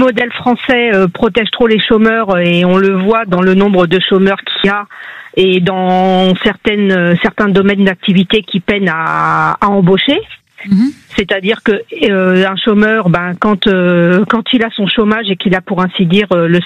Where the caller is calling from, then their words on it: Paris, Île-de-France, France; je vous appelle de Paris.